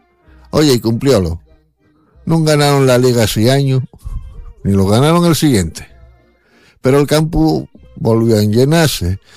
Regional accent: Gijón, Asturias, Spain; porque soy de Sixón

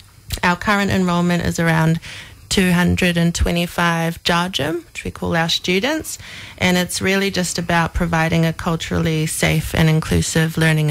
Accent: Auckland, New Zealand; now in Australia; but we're from New Zealand originally, so grew up in Auckland, and that's where we met and did our schooling and training, and have luckily found ourselves on country here.

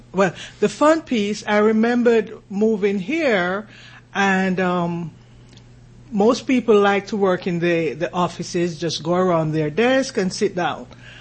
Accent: Jamaica; accent: Jamaican; moved away as an adult; now in United States; So I was born in Jamaica, and I actually came here as an adult.

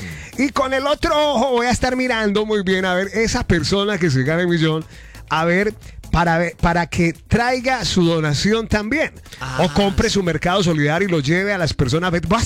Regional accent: Antioquia, Colombia; Porque como buenos paisas, también hay veces lo dejamos para el último.

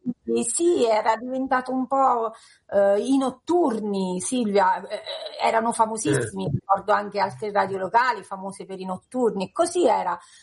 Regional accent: Marche, Italy; Radio M Martignano, che è proprio il paese, il mio paese, e il paese di provenienza e dove oggi ho la sede la radio.

